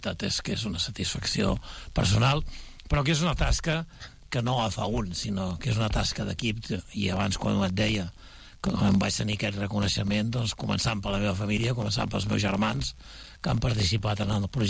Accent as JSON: {"language": "Catalan", "town": "Sabadell", "region": "Catalonia", "country": "Spain", "said": "com a sabadellenc"}